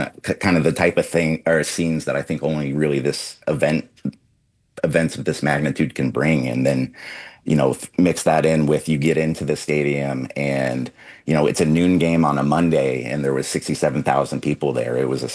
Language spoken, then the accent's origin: English; Alaska, United States; I grew up in Alaska. We didn't have a whole lot of soccer in Alaska.